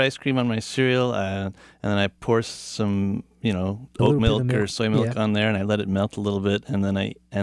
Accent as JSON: {"language": "English", "town": "Montreal", "region": "Quebec", "country": "Canada", "tie": "born or raised there", "also_born_or_lived": "Davis, California", "moved": "yes", "lives_now": "Oakland, United States", "said": "So I grew up in Montreal."}